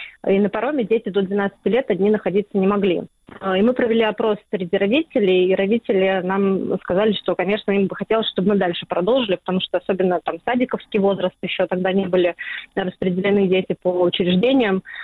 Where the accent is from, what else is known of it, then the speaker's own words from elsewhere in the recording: Russia; moved away as an adult; now in Estonia; я из России